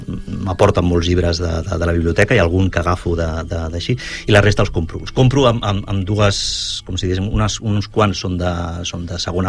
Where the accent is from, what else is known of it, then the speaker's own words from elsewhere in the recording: Sant Quirze, Catalonia, Spain; Jo vinc de Sant Quirze, vull dir que no allà tenim... No tenim llibreria